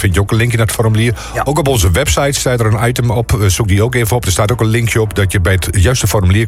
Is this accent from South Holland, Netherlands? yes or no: no; Hooghalen, Drenthe, Netherlands; En ik ben zelf opgegroeid in Hooghalen.